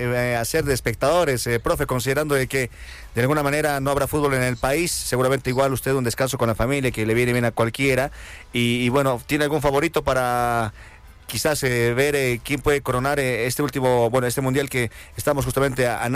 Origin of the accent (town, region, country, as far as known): Bolivia